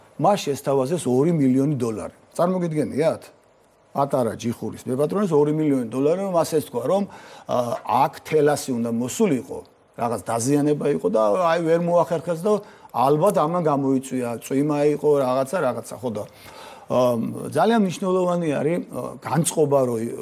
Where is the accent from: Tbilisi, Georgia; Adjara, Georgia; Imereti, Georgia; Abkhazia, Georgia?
Imereti, Georgia; Vani; მე წარმოშობით ვანიდან ვარ, იმ რაიონში მუშაობდი